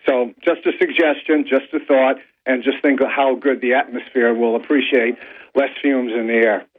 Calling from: Binghamton, New York, United States; Calling from Binghamton.

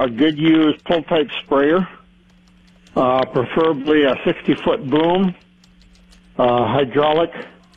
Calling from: Orange City, United States; from Orange City.

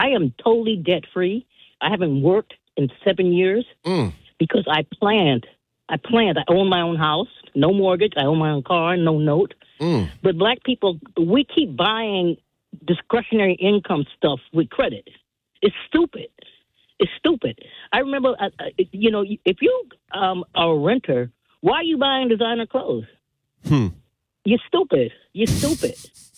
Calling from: New York, United States; my mother and father were from the Caribbean like you. And I'm from New York. And we from Trini. I'm a Trini.

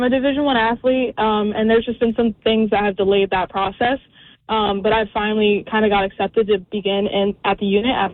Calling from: Cherry Hill, New Jersey, United States; Hi, I'm calling from Cherry Hill, New Jersey.

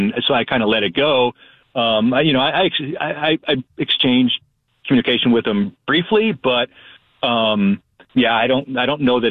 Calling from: Peoria, Illinois, United States; No, I'm from Peoria, Illinois.

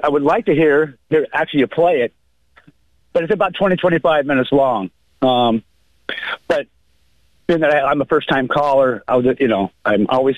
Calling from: Bellingham, Washington, United States

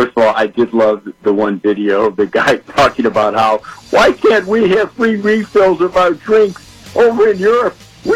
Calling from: United States

